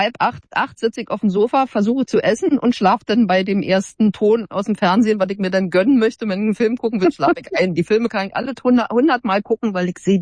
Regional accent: Buckow, Brandenburg, Germany; weil ich bin ja, wie gesagt, in Buko aufgewachsen.

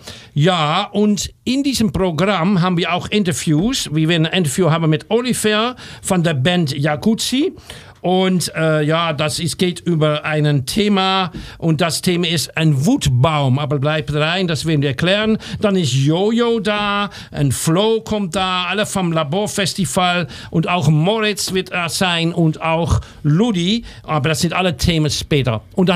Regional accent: Amsterdam, North Holland, Netherlands; Mein Name ist … Ich komme aus Amsterdam.

